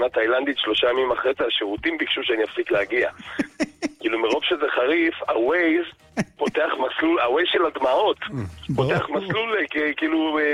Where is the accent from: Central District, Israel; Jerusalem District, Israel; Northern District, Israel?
Central District, Israel; Rishon LeZion; אני גדלתי בראשון